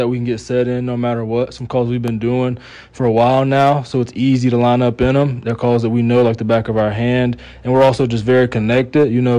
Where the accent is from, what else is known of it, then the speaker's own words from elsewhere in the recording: Jefferson, Georgia, United States; growing up in the Jefferson area. It's not too far from Kennesaw.